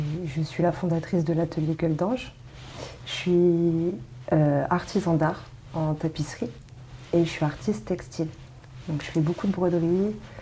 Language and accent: French; Auvergne-Rhône-Alpes, France; moi, j'ai grandi en Auvergne.